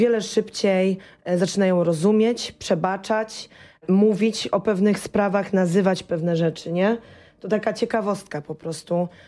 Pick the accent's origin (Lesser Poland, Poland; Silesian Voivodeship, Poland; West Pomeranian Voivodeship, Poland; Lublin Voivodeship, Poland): Lesser Poland, Poland; Nowy Targ; born there; jestem z małego miasta, na Podhalu, Nowy Targ.